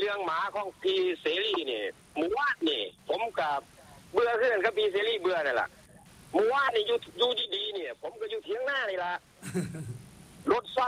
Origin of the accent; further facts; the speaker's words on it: Ubon Ratchathani, Thailand; ทั้งอุบลแบ่งบ่ได้ครับทั้งอุบลผมแล้วบ้านเกิดผมนี่แบ่งบ่ได้